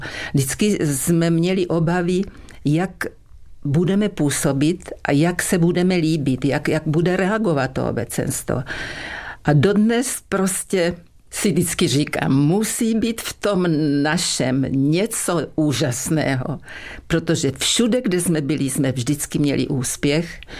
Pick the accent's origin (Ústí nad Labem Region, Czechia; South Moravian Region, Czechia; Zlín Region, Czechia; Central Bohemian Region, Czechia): Zlín Region, Czechia; Uherské Hradiště; protože to je typické, že pro Dolňácko a pro moje rodné město.